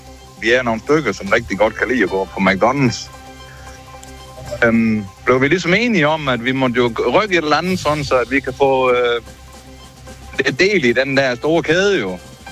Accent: Vejen, Region of Southern Denmark, Denmark; Skal vi tage en sønderjysk? Nu kommer jeg jo fra Vejen.

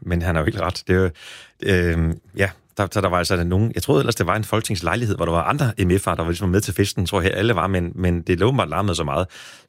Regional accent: Næstved, Zealand, Denmark; Jamen det, der jeg var blevet konfirmeret, købte jeg et brugt stereoanlæg der hjemme på Kildemarksvej i Næstved.

